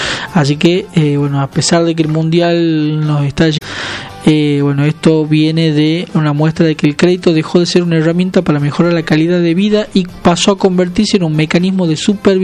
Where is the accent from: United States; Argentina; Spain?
Argentina; qué posición tomamos como argentinos